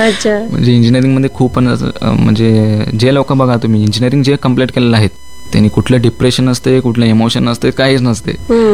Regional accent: Chandur, Karnataka, India; मी चायनाला जाऊपर्यंत मी चंदूरचा आहे म्हणून कोणाला माहीत नव्हतं.

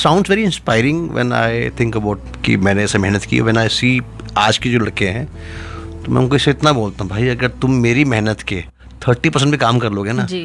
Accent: Bihar, India; मैं तो बिहार से हूँ.

